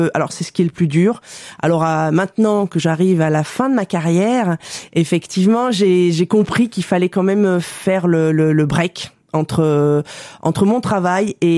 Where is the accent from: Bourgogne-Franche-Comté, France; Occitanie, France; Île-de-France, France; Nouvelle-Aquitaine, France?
Nouvelle-Aquitaine, France; j'ai grandi en Charente, dans un petit village aux confins de la Charente-Limousine, Dordogne